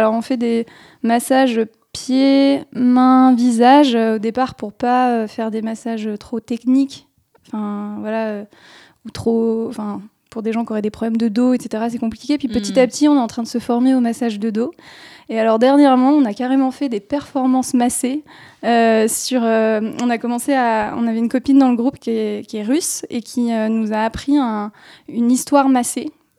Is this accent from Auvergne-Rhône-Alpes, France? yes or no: yes; Grenoble, Auvergne-Rhône-Alpes, France; alors je viens de Grenoble